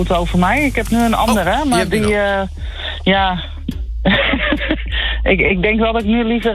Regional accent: North Holland, Netherlands; Maar we komen uit Noord-Holland vandaan.

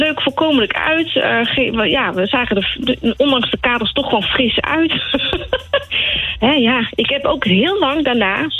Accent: North Brabant, Netherlands; moved away as an adult; also born or lived in Amsterdam; We studeerden in Amsterdam, maar ik ben een Brabantse.

